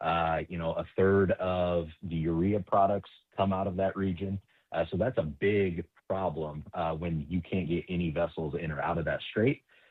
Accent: Gibson City, Illinois, United States; now in Bloomington, United States; I'm actually based in Bloomington, but my hometown is Sisson Park, Illinois.

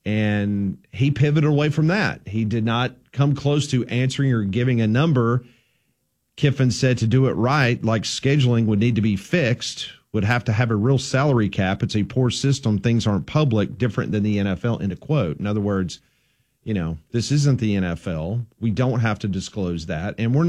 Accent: Mississippi, United States; born there; I was born in North Mississippi. My relatives live all over those hillsides in the state of Mississippi, so I'm very familiar with that part of the world.

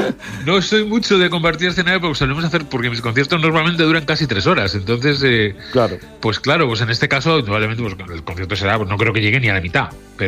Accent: Alicante, Valencian Community, Spain; moved away as an adult; also born or lived in Madrid; aunque nací es en Madrid, pero luego me fui muy, muy crío, con 6, 7 años me fui a vivir a Alicante. Y desde esa edad, más o menos, hasta los, un poco antes inclusive, hasta los 18, que ya me voy a ir a Valencia.

